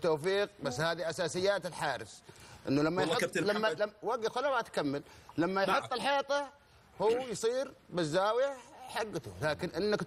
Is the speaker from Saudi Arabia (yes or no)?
yes; Saudi Arabia; عندنا في السعوديه